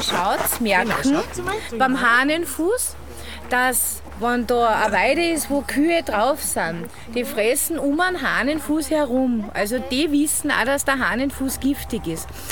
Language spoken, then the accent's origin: German; Mitterndorf, Austria; Ich bin aus Mitterndorf.